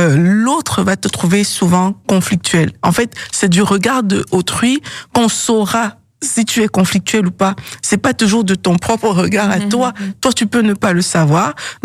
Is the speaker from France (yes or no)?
no; Cameroon; moved away; moi, je viens du Cameroun, et au Cameroun, on peut parler d'une façon parfois très tic-tac, tic-tac, tic-tac, et ça peut être normal.